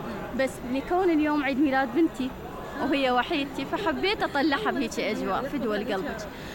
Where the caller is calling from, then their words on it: Basra, Basra Governorate, Iraq; إحنا بالبصرة حلوة لأنه كهرباء زينة.